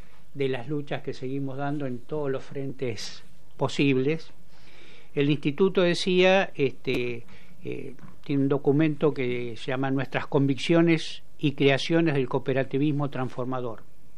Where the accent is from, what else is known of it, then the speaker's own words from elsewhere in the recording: Colón, Argentina; en mi pueblo sí. Existía la caja de crédito de Colón.